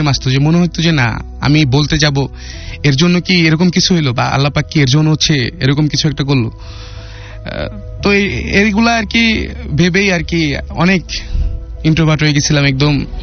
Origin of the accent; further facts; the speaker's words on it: Khulna, Khulna Division, Bangladesh; now in Pallabi, Mirpur, Dhaka, Bangladesh; তো আমার আসলে বেড়ে ওঠা হয়েছে খুলনাতেই, আমি হচ্ছে খুলনাতেই বড় হয়েছি